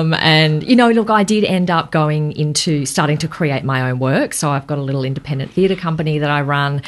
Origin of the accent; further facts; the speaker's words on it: Melbourne, Victoria, Australia; born there; Fourth generation Australian.